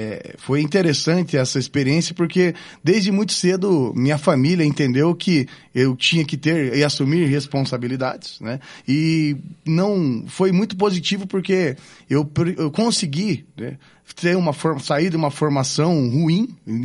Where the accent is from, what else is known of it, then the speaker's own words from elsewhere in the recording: Curitiba, Paraná, Brazil; born there; also born or lived in Fazenda Rio Grande; Eu sou nascido em Curitiba, nasci aqui na capital, morei algum tempo lá no município de Fazenda Rio Grande, né, na região metropolitana, naquela ascensão que teve a região metropolitana ali no final dos anos 90, início dos anos 2000, né, e tenho família residente lá